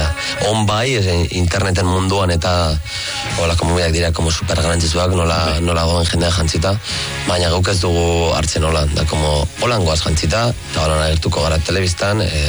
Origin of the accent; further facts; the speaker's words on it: Basque Country, Spain; Euskaldunak gara, Euskal Herria maite dugu